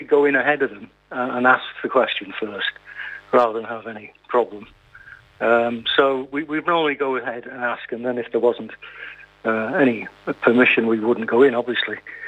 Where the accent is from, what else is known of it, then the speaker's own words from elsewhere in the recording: Stockport, North West England, United Kingdom; now in France; I'm in France. From Stockport near Manchester.